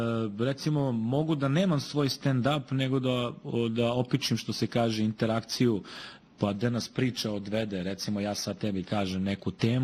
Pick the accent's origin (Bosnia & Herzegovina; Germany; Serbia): Serbia; Belgrade; ja sam iz Beograda.